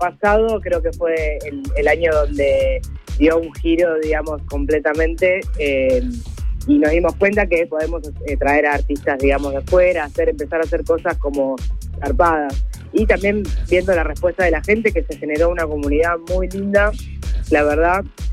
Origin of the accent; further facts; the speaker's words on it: Tolosa, Buenos Aires Province, Argentina; yo soy de Tolosa, nací ahí.